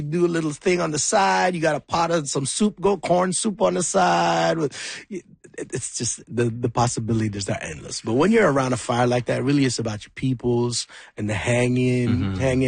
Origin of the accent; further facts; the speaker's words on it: Edmonton, Alberta, Canada; Man, I love that you said this, you know, because I grew up in Edmonton.